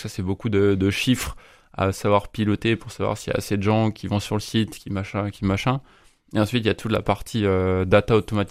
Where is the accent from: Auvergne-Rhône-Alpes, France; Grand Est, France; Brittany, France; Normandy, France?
Brittany, France; j'ai grandi dans les Côtes d'Armor et maintenant j'ai fait mes études en Ille-et-Vilaine, enfin à Rennes.